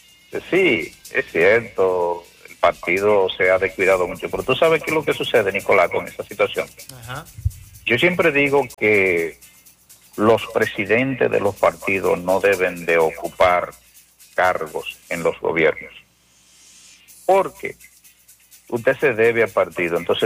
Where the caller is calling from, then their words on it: Moca, Espaillat, Dominican Republic; mi pueblo mocano … de este lado.